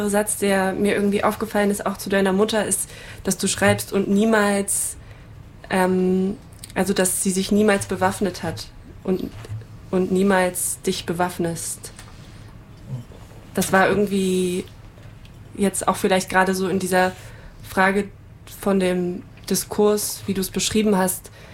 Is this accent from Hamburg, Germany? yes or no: yes; Hamburg, Germany; ich bin ja auch in Hamburg aufgewachsen